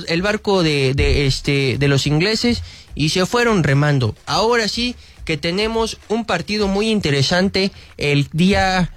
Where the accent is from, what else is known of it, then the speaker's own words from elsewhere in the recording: Mexico; que no sé si somos nosotros los mexicanos los salados